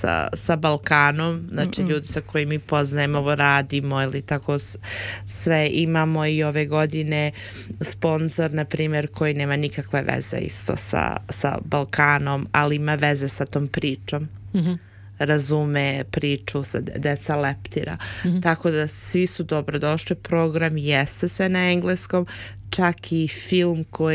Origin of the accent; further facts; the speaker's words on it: Serbia; ali u isto vrijeme ima deo, mi smo Srbi